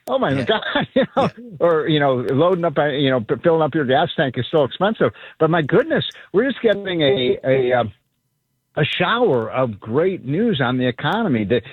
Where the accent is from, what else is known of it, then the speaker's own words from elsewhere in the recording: Chicago, Illinois, United States; my hometown of Chicago